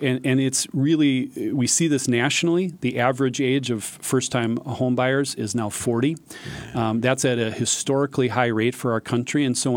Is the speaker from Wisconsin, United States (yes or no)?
yes; Brookfield, Wisconsin, United States; So I grew up in Brookfield. I grew up in a home that my parents built in 1960.